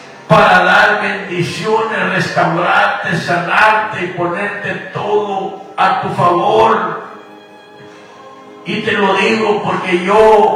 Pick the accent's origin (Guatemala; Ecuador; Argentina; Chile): Guatemala; moved away; tengo un padre celestial que me vine emigrante de por allá de Guatemala. Y mira, estoy aquí en este país bendecido.